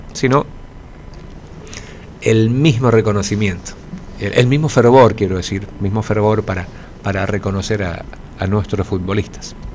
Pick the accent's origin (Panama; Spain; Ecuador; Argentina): Argentina; somos todos argentinos